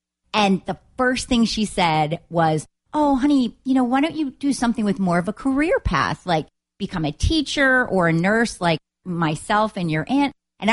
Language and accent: English; Pittsburgh, Pennsylvania, United States; I grew up actually in Pittsburgh. When I was really young, we moved from state to state because my dad, his job had taken us all over the country.